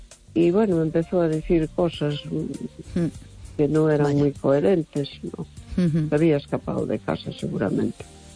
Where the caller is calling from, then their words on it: A Coruña, Galicia, Spain; de La Coruña.